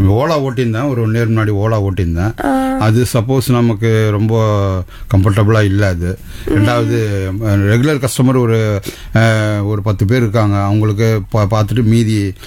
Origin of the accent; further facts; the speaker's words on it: Chennai, Tamil Nadu, India; சொந்த ஊர் சென்னை தான்.